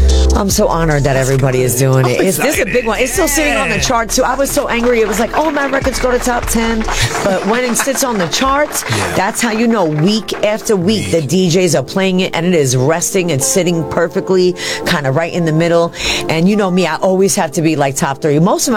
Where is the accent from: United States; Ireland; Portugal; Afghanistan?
United States; New York City, New York; I'm from Jamaica Avenue, that train stop, 169. So right where … all them grew up.